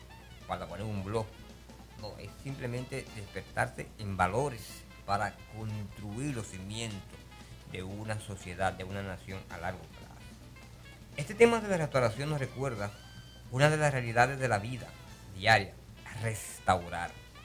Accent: Dominican Republic; primeramente con uno mismo, como ciudadano dominicano

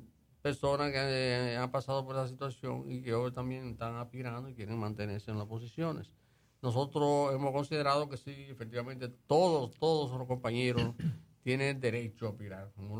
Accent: Valverde, Dominican Republic; saludar desde acá a todos mis compueblanos de la provincia de Valverde

